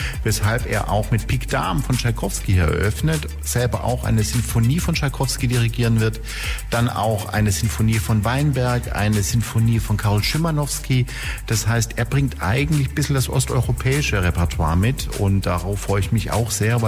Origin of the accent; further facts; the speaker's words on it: Stuttgart, Baden-Württemberg, Germany; moved away as an adult; now in Hanover, Germany; Ich als Stuttgarter bin ja auch Südeuropäer gewissermaßen hier vom Blick Hannovers aus.